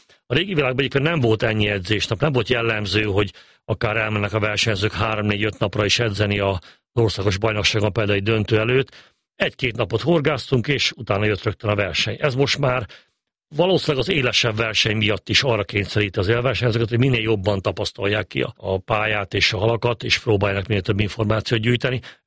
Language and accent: Hungarian; Csongrád-Csanád, Hungary; born or raised there